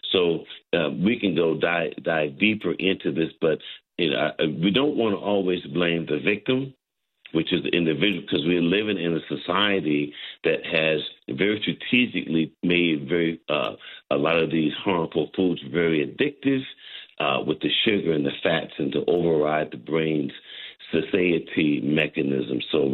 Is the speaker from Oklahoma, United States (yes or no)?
yes; Oklahoma, United States; I'm from Oklahoma